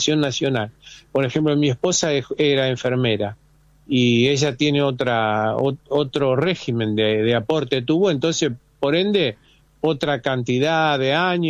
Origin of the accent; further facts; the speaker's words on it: Rosario, Santa Fe, Argentina; born there; Yo nací en Rosario.